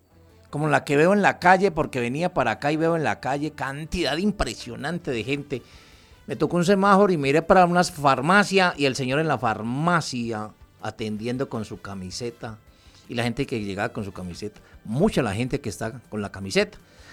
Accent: Colombia; Estamos muy folclóricos los colombianos

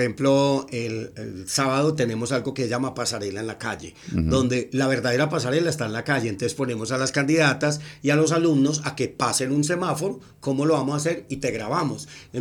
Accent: Medellín, Antioquia, Colombia; born there; also born or lived in Yarumal; Yo nací en Medellín, pero amo Yarumal.

